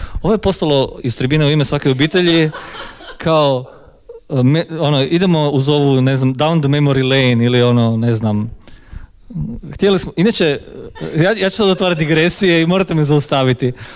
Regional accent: Poreč, Istria County, Croatia; moved away as an adult

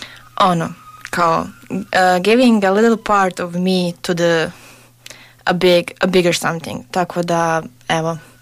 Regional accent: Sarajevo, Federation of Bosnia and Herzegovina, Bosnia & Herzegovina; dolazim iz Sarajeva, iz Bosne i Hercegovine.

